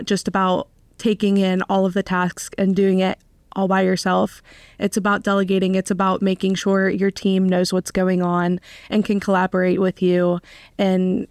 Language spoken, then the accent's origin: English; Morgantown, West Virginia, United States; I truly love West Virginia. I love my hometown. I love Morgantown.